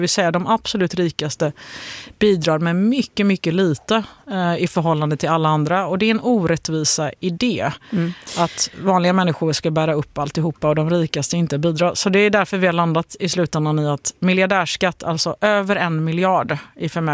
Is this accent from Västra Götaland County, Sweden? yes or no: yes; Gothenburg, Västra Götaland County, Sweden; Det är jag väldigt glad över som gammal göteborgare.